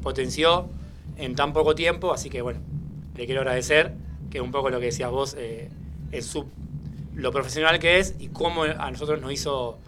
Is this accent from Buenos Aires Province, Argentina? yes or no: no; Rosario, Santa Fe, Argentina; now in Reconquista, Argentina; Si bien yo empecé en Rosario a bailar, soy de Rosario